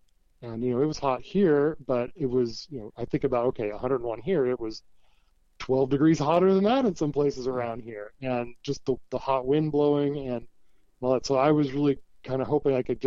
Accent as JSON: {"language": "English", "region": "West Coast", "country": "United States", "tie": "born or raised there", "also_born_or_lived": "Port Angeles, Washington", "said": "My dad was Coast Guard, so we moved around a bit as a kid, you know, transferred around, but mostly West Coast. And then, so I kind of say I grew up on the Pacific Coast, you know, Washington, Oregon, California"}